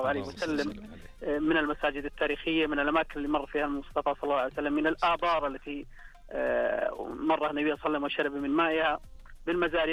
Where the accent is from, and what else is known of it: Medina, Medina Province, Saudi Arabia; born there